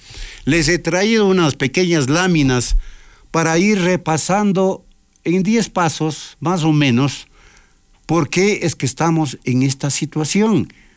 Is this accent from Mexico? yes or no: no; Ecuador; nos duele como ecuatorianos